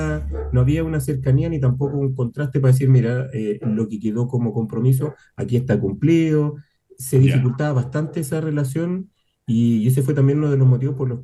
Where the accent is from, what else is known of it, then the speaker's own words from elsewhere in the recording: Santiago, Santiago Metropolitan, Chile; yo soy de Santiago.